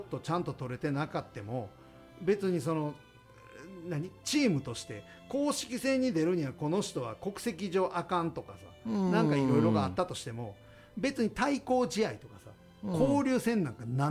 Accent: Shiga, Japan; いやじゃあめっちゃ滋賀県です

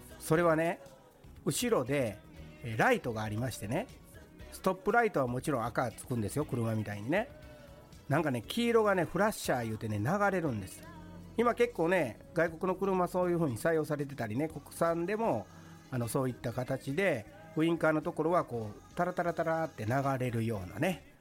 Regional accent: Kyoto, Japan; で私今京都に住んでましてね、まあ、京都出身で、19歳まではですね京都で生まれ育ってます。

